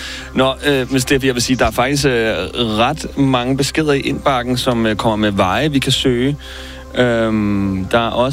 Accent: Sønderborg, Region of Southern Denmark, Denmark; Selv jeg er fra Sønderborg.

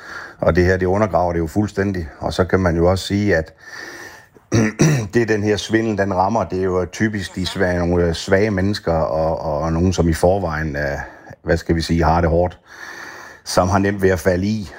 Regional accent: Region of Southern Denmark, Denmark; Ja, nu kan man sige, nu er jeg jo Fynbo. Vi stikker lige en finger i jorden en gang imellem, tænker jeg.

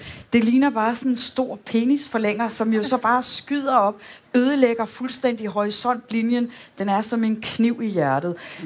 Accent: Aarhus, Central Denmark Region, Denmark; Som sagt, jeg er jo aarhusianer, når jeg kommer tilbage til min gamle hjemby og ser, hvad der er skudt op.

